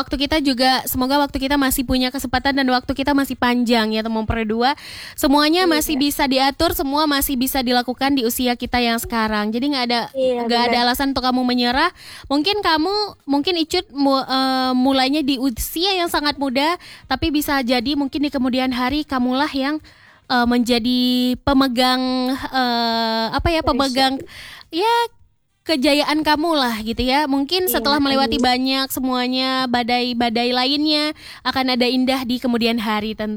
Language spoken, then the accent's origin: Indonesian; Bireuen, Aceh, Indonesia; Karena dia orang Birin, aku juga orang Birin ya.